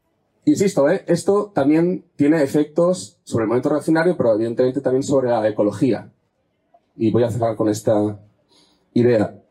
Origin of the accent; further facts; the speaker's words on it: Catalonia, Spain; Yo vengo de Cataluña, para bien y para mal.